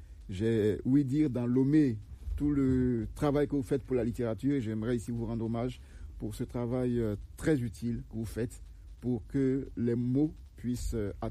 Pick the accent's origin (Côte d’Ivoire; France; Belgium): Côte d’Ivoire; Dimbokro, Lacs; born there; C'est ma région de naissance. Comme vous l'avez dit, je suis né à Dimbokro, okay, et donc cette ville est baignée par le Nzi